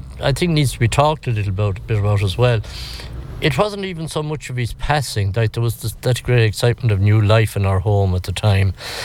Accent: Dublin, Leinster, Ireland; born there; I wasn't supposed to live when I was born in the Old Coombe in Dublin.

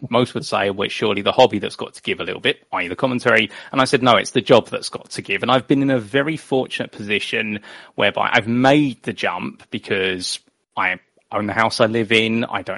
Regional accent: United Kingdom; growing up in the United Kingdom and watching British motorsport and Formula One, you only know the circuits they go

